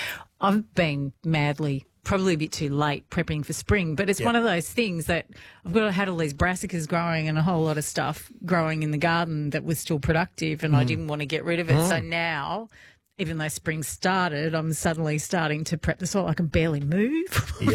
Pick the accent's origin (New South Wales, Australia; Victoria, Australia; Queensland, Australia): New South Wales, Australia; Sydney; I grew up in Western Sydney.